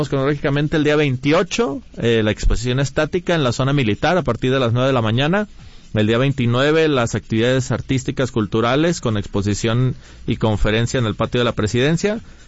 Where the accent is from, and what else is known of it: Puerto Vallarta, Jalisco, Mexico